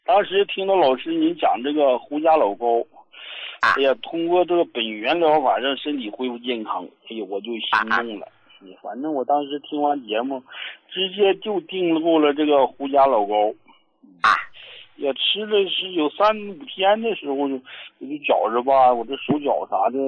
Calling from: Harbin, Heilongjiang, China; 我是哈尔滨的朋友。

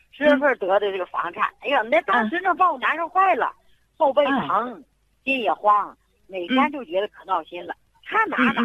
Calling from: Baotou, Inner Mongolia, China; 你好，林老师，我是包头的，我昨天呢又买了10盒固醇保元汤。

